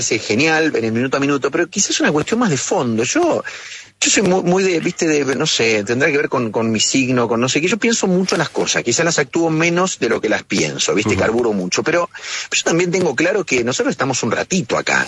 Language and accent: Spanish; Rafaela, Santa Fe, Argentina; also born or lived in La Plata; Yo soy de Rafaela, digo, ¿viste? Aun cuando no haya nacido en Rafaela. Pero es un poco el pago chico